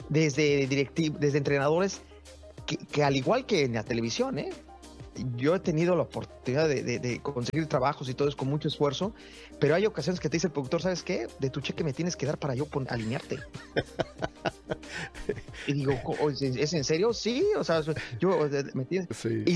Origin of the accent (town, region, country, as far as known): Mexico; now in United States